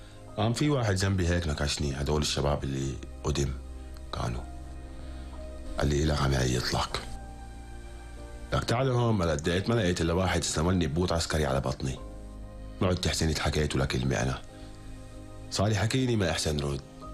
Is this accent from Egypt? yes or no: no; Syria; قلت له من حلستا قرب لعندي. قلت له انا من حلستا قرب.